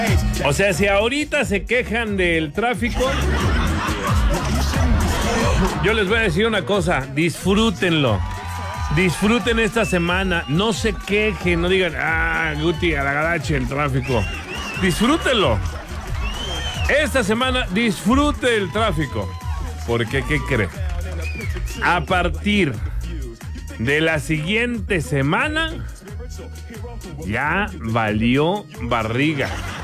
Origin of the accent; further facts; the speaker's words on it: Mexico; Somos mexicanos, soy mexicano